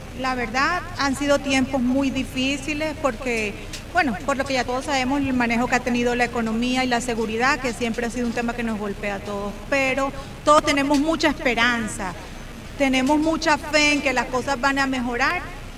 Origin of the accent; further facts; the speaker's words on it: San Juan del Cesar, La Guajira, Colombia; moved away; buenos días a San Juan, buenos días a mi pueblo querido.